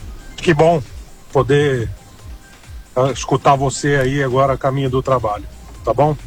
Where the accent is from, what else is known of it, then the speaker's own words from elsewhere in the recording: Campinas, São Paulo, Brazil; also born or lived in Mogi Mirim; ele é de Mogi Mirim, eu sou de Campinas, mas eu morei em Mogi Mirim bastante tempo